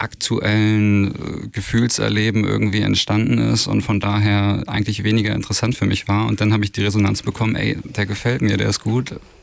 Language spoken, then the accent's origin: German; Schleswig-Holstein, Germany; moved away as an adult; also born or lived in Elmshorn; now in Hamburg, Germany; Ich komme aus Imshorn, in der Nähe geboren, in der Nähe aufgewachsen und dann in die gruselige große Stadt Imshorn gezogen. Und jetzt ist Hamburg die nächste große gruselige Stadt.